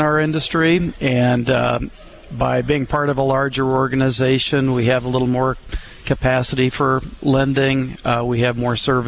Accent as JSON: {"language": "English", "town": "Springfield", "country": "United States", "tie": "born or raised there", "said": "Yes, born and raised in Springfield, also a Spartan."}